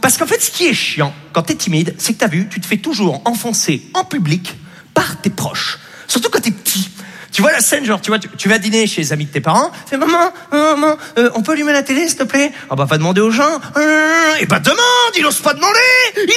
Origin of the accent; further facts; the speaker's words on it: Normandy, France; J'ai grandi en Basse-Normandie